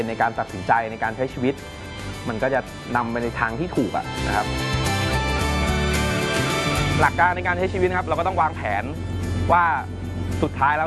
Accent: Phitsanulok, Thailand; พื้นเพผมเนี่ยเป็นคนจังหวัดพิษณุโลกจบการศึกษามัธยมจากโรงเรียนพิษณุโลกคม

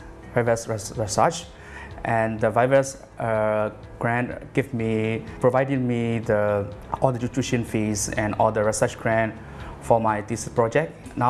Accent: Myanmar; I am from Myanmar.

